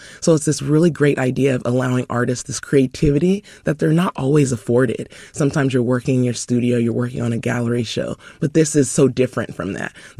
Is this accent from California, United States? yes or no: yes; Sacramento, California, United States; growing up in Sacramento